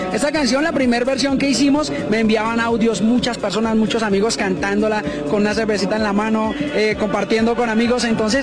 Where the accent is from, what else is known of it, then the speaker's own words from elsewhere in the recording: Choachí, Cundinamarca, Colombia; la cantamos en mi pueblo, en Choachí